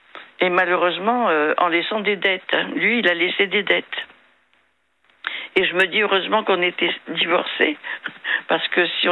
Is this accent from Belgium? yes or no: no; Madagascar; moved away as an adult; now in Bouvines, France; je suis pas malgache. Enfin, je suis née à Madagascar. Mmh. Hein, je vais vous dire, je suis née à Madagascar, mais de parents mauriciens.